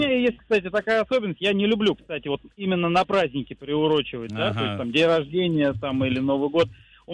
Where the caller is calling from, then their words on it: Oryol, Oryol Oblast, Russia; город Орел.